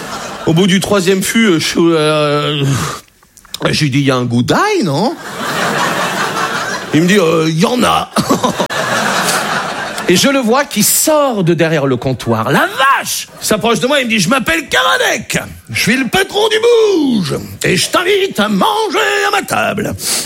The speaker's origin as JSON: {"language": "French", "region": "Brittany", "country": "France", "said": "Je suis breton. Hein, moi, j'ai été accepté en Bretagne."}